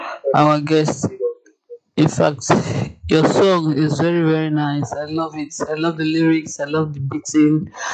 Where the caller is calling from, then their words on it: Ikoyi, Lagos, Nigeria; This is from … from Ikoyi.